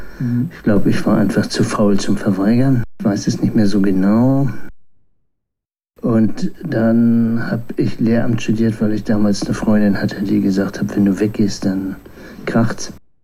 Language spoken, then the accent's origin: German; Lüneburg, Lower Saxony, Germany; ich bin in Lüneburg geboren, auf dem Dorf 10 Kilometer weiter aufgewachsen, zum Joanneum gegangen, vorm Abi zu Hause ausgezogen und mich durch Wohngemeinschaften in Stadt und Land geschlagen.